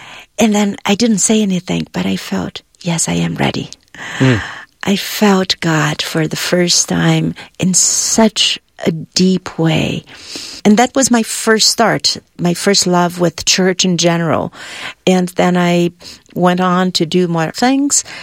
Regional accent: Brazil; English is a second language; I am originally from Brazil. And during my time, I only had 3 hours of school in the morning from 7 to 10.

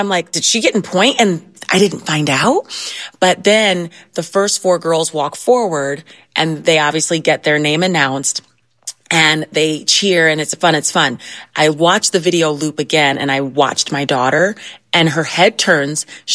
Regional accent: Ohio, United States

